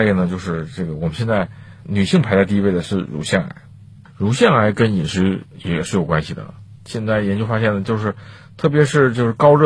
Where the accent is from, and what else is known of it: China